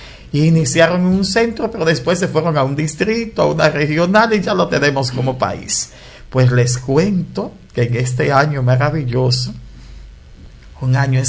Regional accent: Dominican Republic

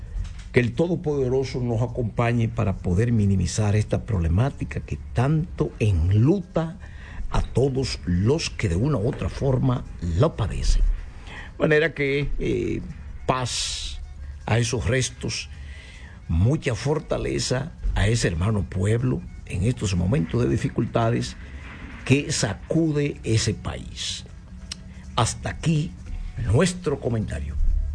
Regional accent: Dominican Republic

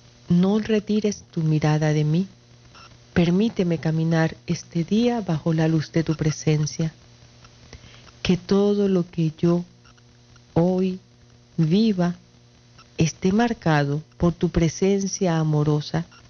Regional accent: Venezuela; moved away as an adult; also born or lived in Santiago, Chile; now in Santiago de los Caballeros, Dominican Republic; la situación de mi país de origen, Venezuela

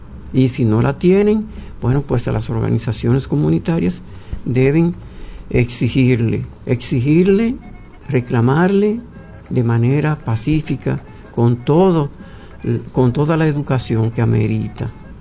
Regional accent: Dominican Republic; como dominicanos que somos, que sabemos lo que decimos y nos entendemos

